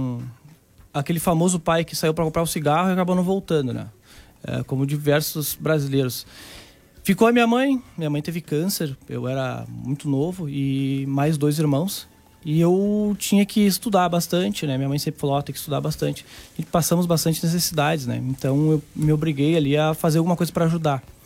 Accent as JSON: {"language": "Portuguese", "town": "Canoas", "region": "Rio Grande do Sul", "country": "Brazil", "tie": "born or raised there", "said": "Eu sou de Canoas, natural de Canoas."}